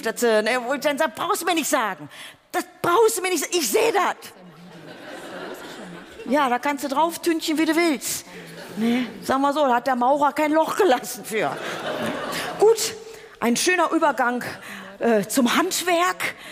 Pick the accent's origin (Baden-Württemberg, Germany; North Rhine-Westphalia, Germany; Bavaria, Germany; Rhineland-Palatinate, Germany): North Rhine-Westphalia, Germany; Oberhausen